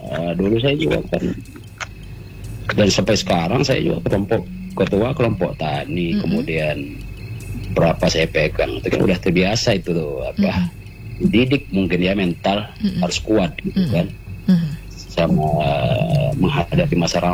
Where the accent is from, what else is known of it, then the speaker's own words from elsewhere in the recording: Lampung, Indonesia; Orang kita memang asli orang Lampung sini.